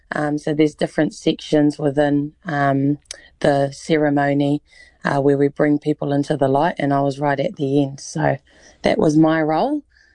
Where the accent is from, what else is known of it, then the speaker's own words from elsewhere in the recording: Rotorua, Bay of Plenty, New Zealand; born there; She was in labour at the Matamata pub before I was born in Rotorua.